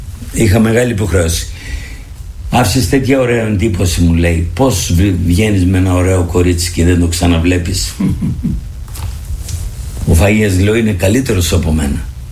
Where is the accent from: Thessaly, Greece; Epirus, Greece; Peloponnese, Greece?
Epirus, Greece; now in Athens, Greece; εγώ είμαι από τη Θεσπρωτεία.